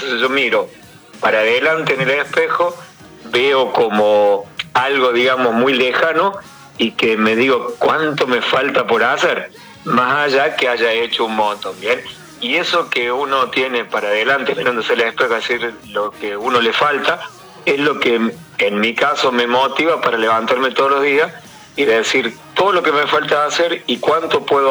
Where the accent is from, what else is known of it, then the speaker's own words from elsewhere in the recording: Argentina; nosotros como argentinos